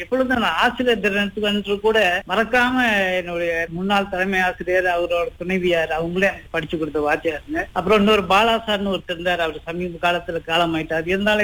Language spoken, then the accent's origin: Tamil; Kuala Lipis, Pahang, Malaysia; moved away; நான் பிறந்து வளர்ந்த அந்த தோட்டத்து மண்ணின் வாசம் இன்றும் என்னோட பயணித்துக் கொண்டிருக்கின்றது.